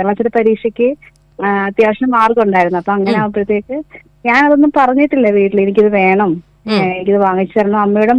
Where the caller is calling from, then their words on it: Karunagappally, Kerala, India; കരുനാഗപ്പള്ളിന്ന്.